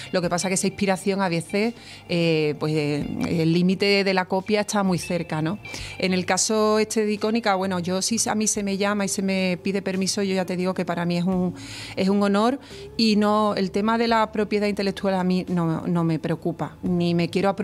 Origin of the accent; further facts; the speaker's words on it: Seville, Andalusia, Spain; also born or lived in Carmona; Yo soy de Carmona, pero he vivido siempre en Sevilla.